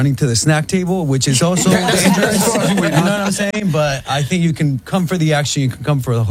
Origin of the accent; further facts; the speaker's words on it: Guatemala; moved away; growing up in Guatemala